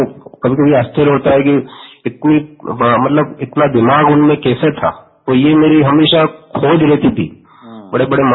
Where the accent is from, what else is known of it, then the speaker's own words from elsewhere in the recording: Sabla, Rajasthan, India; मेरा गांव बहुत बढ़िया गांव है, मेरा गांव साबला है, डूंगरपुर डिस्ट्रिक्ट में है ये। बांसवाड़ा से उदयपुर जाते हैं, बीच में 60 किलोमीटर बांसवाड़ा से पड़ता है वो